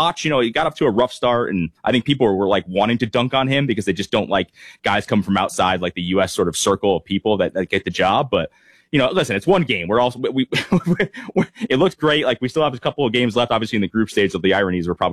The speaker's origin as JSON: {"language": "English", "region": "Connecticut", "country": "United States", "tie": "born or raised there", "said": "And honestly, like I grew up in Connecticut, so I didn't really subscribe to the New York Boston thing."}